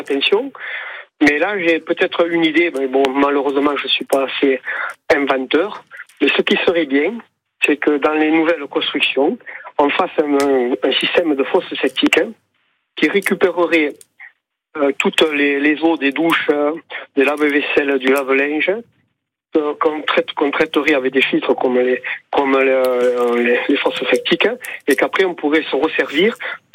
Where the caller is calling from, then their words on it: Béziers, Occitanie, France; je suis de Béziers, mais ma mère est de la Roque-Jalbert